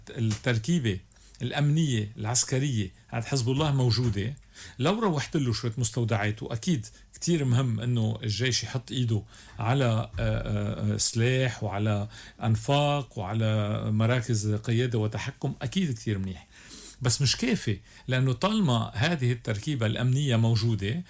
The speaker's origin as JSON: {"language": "Arabic", "country": "Lebanon", "said": "أنا كلبناني"}